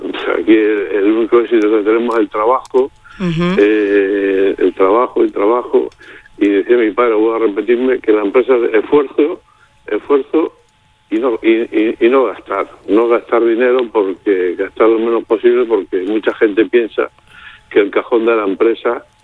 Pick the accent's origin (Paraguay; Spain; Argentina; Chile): Spain; Malpartida, Extremadura; dicen también en mi pueblo, en Malpartida, no es mi caso, pero dicen en mi pueblo Malpartida